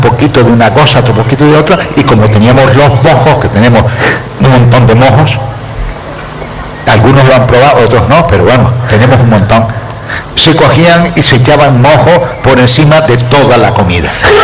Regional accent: Canary Islands, Spain; born there; Hombre, yo soy nacido en Gran Canaria, ¿no? Pero cuando he venido aquí al sur hace 45 años, ya mi mujer me dijo, dice, de aquí yo no me muevo.

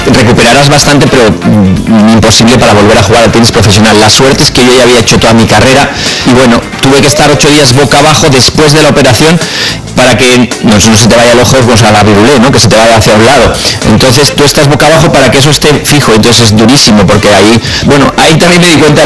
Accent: Barcelona, Catalonia, Spain; born there; yo nací en Barcelona, me parece que es una edad que firmaría ya, tengo 52

